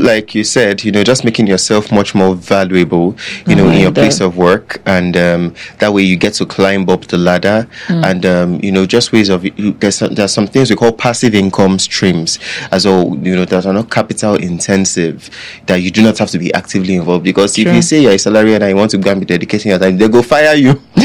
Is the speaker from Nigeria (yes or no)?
yes; Nigeria